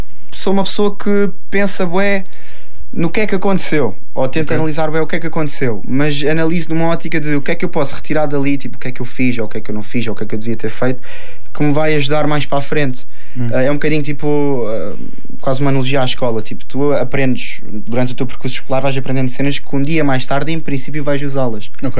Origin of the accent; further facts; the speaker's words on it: Faro, Algarve, Portugal; accent: Algarvio; eu sou farense, sou algarvio, eu respiro o Algarve, eu adoro a minha terra, adoro a minha zona, adoro as pessoas daqui, adoro a nossa maneira de falar.